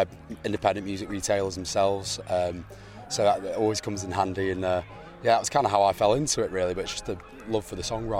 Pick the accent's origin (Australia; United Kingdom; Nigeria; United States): United Kingdom; Nantwich, North West England; I'm from Nantwich originally, so very local.